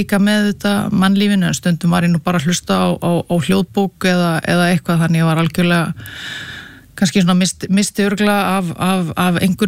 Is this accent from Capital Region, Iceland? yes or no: yes; Reykjavík, Capital Region, Iceland; ég búið fættu uppalinn í Reykjavíkuborg og ég kann alveg að meta Reykjavíkuborg